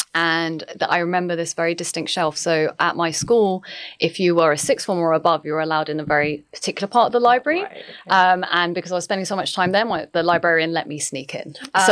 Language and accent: English; England, United Kingdom; We came from a very kind of privileged background growing up in the Western world, particularly outside of London.